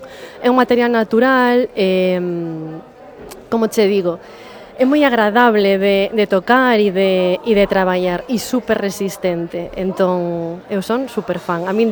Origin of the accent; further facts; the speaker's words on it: Moaña, Galicia, Spain; now in Santiago de Compostela, Spain; Eu estou en Santiago, son de Moña, teño que dicilo, senón a meu pai da algo, pero si estou en Santiago, levo aquí 10 anos